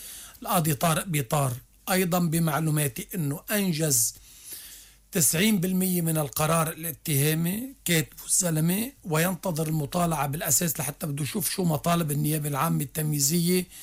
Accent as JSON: {"language": "Arabic", "country": "Lebanon", "said": "أنا كمواطن لبناني ومسلم"}